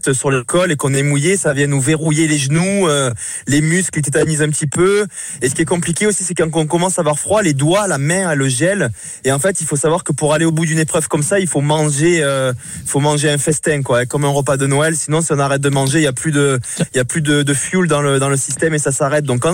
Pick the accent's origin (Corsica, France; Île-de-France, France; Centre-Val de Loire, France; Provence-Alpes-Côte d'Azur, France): Provence-Alpes-Côte d'Azur, France; Cavaillon; born or raised there